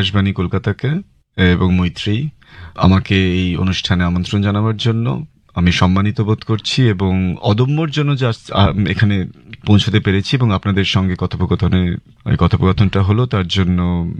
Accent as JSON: {"language": "Bangla", "region": "West Bengal", "country": "India", "said": "এপার বাংলাতেও আমরা"}